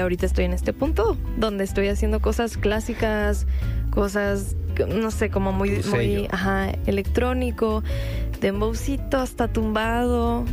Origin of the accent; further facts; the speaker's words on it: Tijuana, Baja California, Mexico; also born or lived in Los Angeles; Yo soy tijuanense, yo soy de Tijuana. Yo nací en Los Ángeles, pero me crié toda mi vida allá, ¿no?